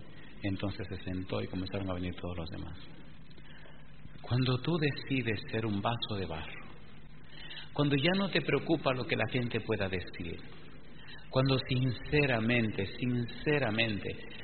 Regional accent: Dominican Republic

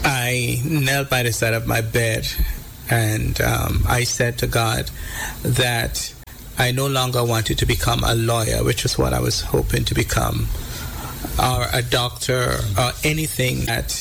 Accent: Saint George, Grenada; also born or lived in Barbados; I was born in Grandin, St. George's. I went to school at Grandin's RC School and then the Grenada Boys Secondary School.

